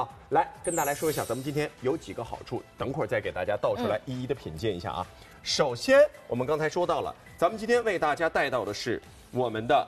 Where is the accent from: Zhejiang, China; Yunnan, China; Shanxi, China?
Zhejiang, China; Hangzhou; 作为一个浙江人，我是杭州人，从小喝着这个黄酒长大的，